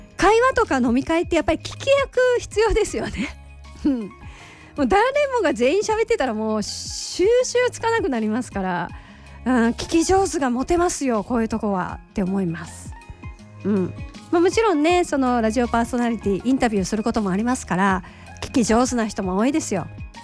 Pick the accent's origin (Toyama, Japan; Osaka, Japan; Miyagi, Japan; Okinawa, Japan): Osaka, Japan; born there; accent: Osaka dialect; moved away; 私は大阪ですけれども